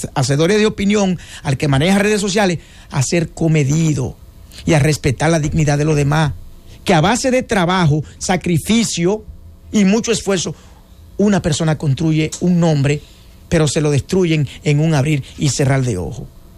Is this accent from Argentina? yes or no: no; Dominican Republic; lo que uno espera como dominicano